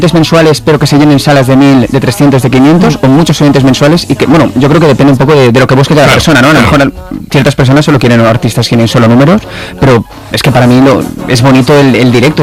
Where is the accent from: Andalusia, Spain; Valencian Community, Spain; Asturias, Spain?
Valencian Community, Spain